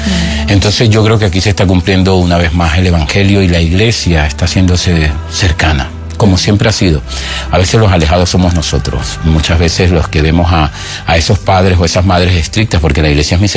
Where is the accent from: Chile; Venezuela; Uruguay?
Venezuela; no, soy de Venezuela, vivo aquí en este momento